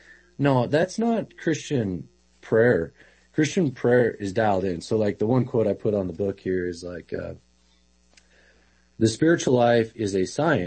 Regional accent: Worland, Wyoming, United States; Dad and Mom with their place back home and Worland.

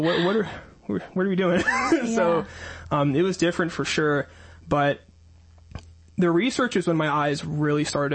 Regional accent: Wilmington, North Carolina, United States; moved away as an adult; now in Raleigh, United States; I grew up in Wilmington, and I'm here for college, and it was during my college journey when I found Catholicism.

